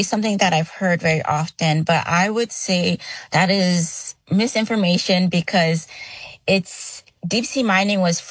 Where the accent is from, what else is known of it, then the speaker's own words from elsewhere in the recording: Pago Pago, Eastern District, American Samoa; also born or lived in California, United States; I come from Pango Pango, American Samoa, specifically on the island of Tutuila. I am a Samoan Filipino born in California, so I'm a U.S. citizen. However, I was raised here for almost all my life, and so American Samoa is definitely my home.